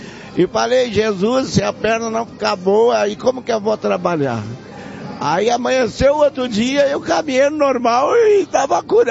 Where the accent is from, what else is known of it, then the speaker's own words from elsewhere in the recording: São Paulo, Brazil; A região do Brás, aqui em São Paulo.